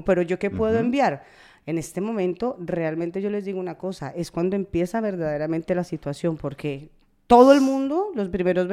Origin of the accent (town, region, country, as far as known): Colombia